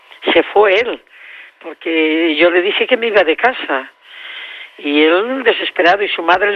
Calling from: Barcelona, Catalonia, Spain; yo vivo aquí, vivo en Horta

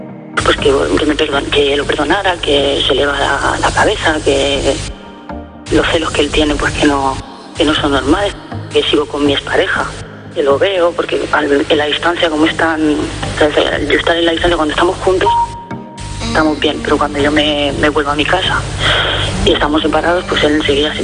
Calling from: Terrassa, Catalonia, Spain; yo vivo en Tarrasa y él vive en Gerona.

